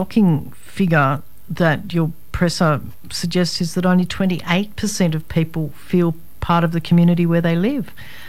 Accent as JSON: {"language": "English", "town": "Sydney", "region": "New South Wales", "country": "Australia", "moved": "yes", "lives_now": "Armidale, Australia", "said": "I'm originally from Sydney, but I've been here in Armidale, which would be just regional, not even particularly rural. We're rural, obviously, but we're definitely not remote."}